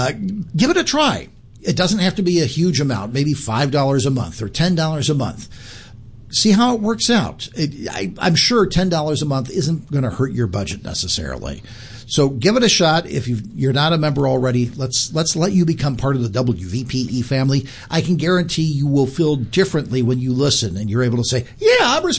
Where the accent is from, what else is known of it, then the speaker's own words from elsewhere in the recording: Dowagiac, Michigan, United States; And I'm going to call out my hometown of Dowagiac, too.